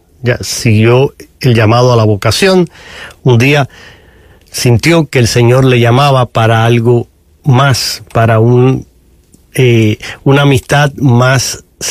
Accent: Cuba; now in United States; Es inmigrante, al igual que este servidor … que soy cubano. Los dos abandonamos nuestros países por razones y motivos y estamos aquí en Estados Unidos

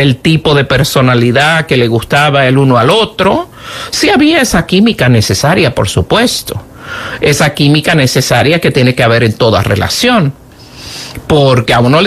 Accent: Puerto Rico; born or raised there

